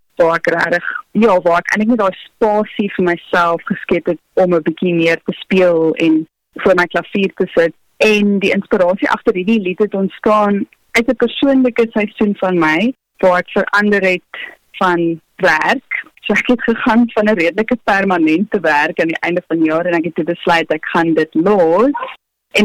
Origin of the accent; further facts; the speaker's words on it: Western Cape, South Africa; born there; now in Goodwood, South Africa; ek is oorspronklik eintlik van die Helderberg area af ook, so ek ken daai valley baie goed en ek's baie lief vir daai beautiful vibe of so. Maar tans bevind ek myself nader aan die stad, ek bly in Goodwood.